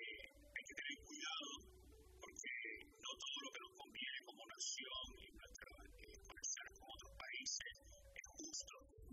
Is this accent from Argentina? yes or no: no; Cuba; now in United States; yo digo, soy cubano